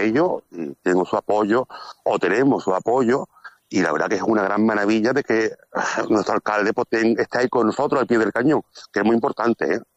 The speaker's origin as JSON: {"language": "Spanish", "town": "Castellar", "region": "Andalusia", "country": "Spain", "said": "somos de Castellá"}